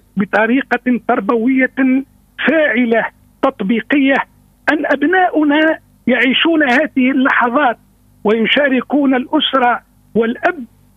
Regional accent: Tunisia; بلادنا تونس

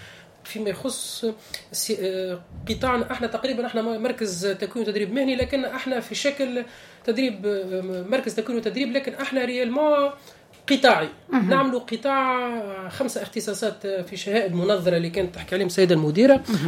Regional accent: Tunisia; اللي عندنا في تونس توا احنا في القلعه الكبيره

